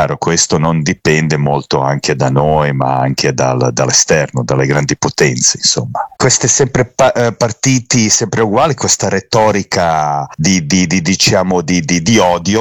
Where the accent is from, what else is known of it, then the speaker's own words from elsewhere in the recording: Sarajevo, Federation of Bosnia and Herzegovina, Bosnia & Herzegovina; Io sono di Sarajevo e seguo naturalmente Sarajevo, il capitale, eccetera.